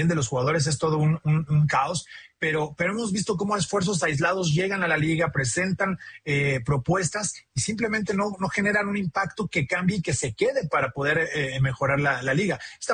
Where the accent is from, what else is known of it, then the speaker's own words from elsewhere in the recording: Mexico; Yo soy de México, no vamos a poder ir.